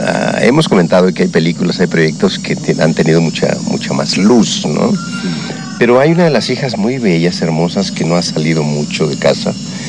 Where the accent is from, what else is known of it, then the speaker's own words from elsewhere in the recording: Guerrero, Mexico; En mi caso, como guerrerense, además me considero como guerrerense echado para adelante, con un trabajador, con mucho esfuerzo, todo lo que somos guerrerenses